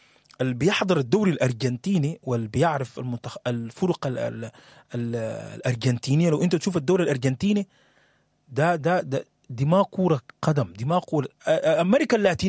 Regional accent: Sudan

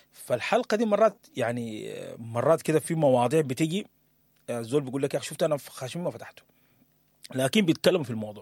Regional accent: Sudan; بلدنا السودان

